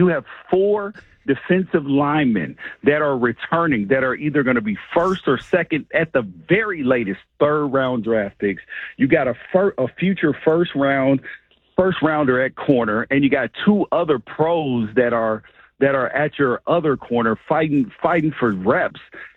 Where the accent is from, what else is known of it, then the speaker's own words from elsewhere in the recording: the South, United States; born there; I was born in the South, and I know how Southern people are